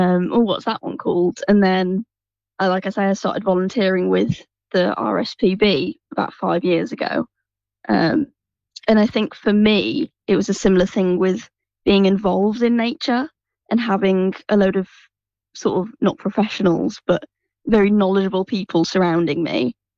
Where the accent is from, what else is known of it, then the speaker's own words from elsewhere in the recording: West Midlands, United Kingdom; Growing up in the West Midlands with all the canals, I'd wander around